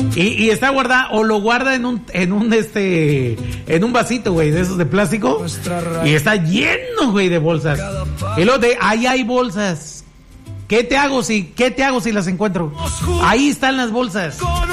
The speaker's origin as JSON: {"language": "Spanish", "region": "Zacatecas", "country": "Mexico", "said": "No me digas, no me digas. Zacatecas es mi pueblo."}